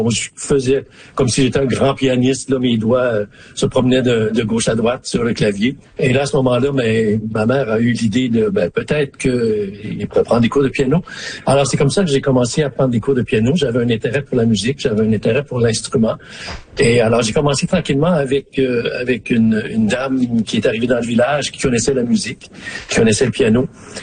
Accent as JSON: {"language": "French", "town": "Smooth Rock Falls", "region": "Ontario", "country": "Canada", "tie": "born or raised there", "said": "J'ai des très bons souvenirs de ma présence, de mon enfance dans le Nord. Et oui, ce pont-là, c'est un pont emblématique. Le pont à Smooth Rock Falls, il y en a pas plusieurs comme ça en Ontario ou au Canada."}